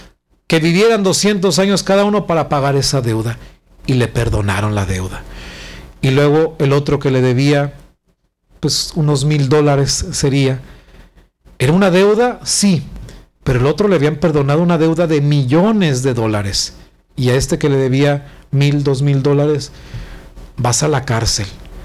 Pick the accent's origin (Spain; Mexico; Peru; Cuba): Mexico; para quienes somos de México